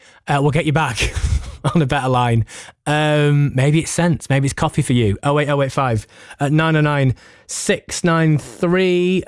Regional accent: Yorkshire and the Humber, United Kingdom; See, I'm not really a tea drinker, which is as a Yorkshireman at heart does cause some consternation, shall we say, in the family.

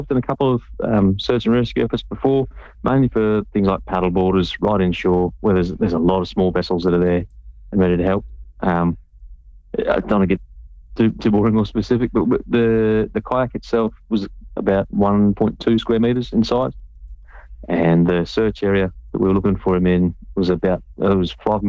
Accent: Queensland, Australia; now in England; I'm from North Queensland, on the east coast, right up in the tropics.

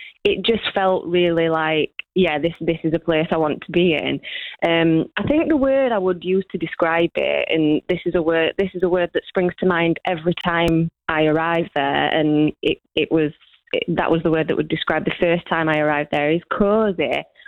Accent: Yorkshire and the Humber, United Kingdom; accent: Yorkshire; they'll usually notice my accent, my Yorkshire accent

